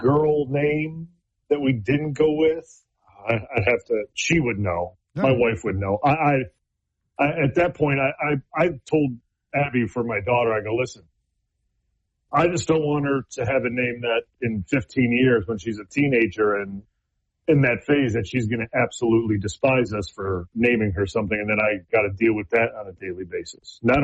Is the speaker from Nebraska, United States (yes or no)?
no; Illinois, United States; I mean, growing up in a suburb of Chicago, I mean, Jordan was A1.